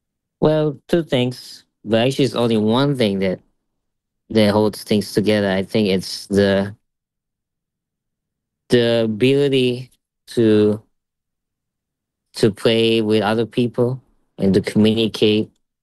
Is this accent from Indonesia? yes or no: yes; Bali, Indonesia; even growing up in Bali, where it's not, you know, a place where they do jazz